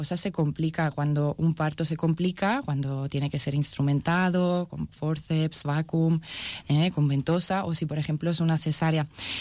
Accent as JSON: {"language": "Spanish", "country": "Spain", "accent": "southern Spanish", "lives_now": "Catalonia, Spain", "said": "Como se puede escuchar por mi acento, yo soy del sur."}